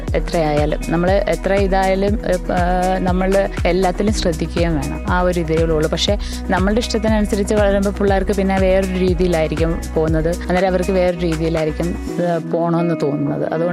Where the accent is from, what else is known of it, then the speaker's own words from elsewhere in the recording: Perumon, Kerala, India; എന്റെ സ്ഥലം പെരുമൺ.